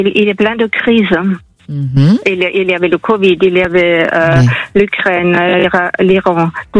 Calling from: Gagny, Île-de-France, France; De Gagny, près de Paris.

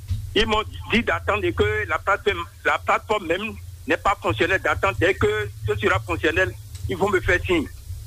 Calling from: Porto-Novo, Ouémé, Benin; Je vous appelle depuis Rolanda 2, Porto Novo.

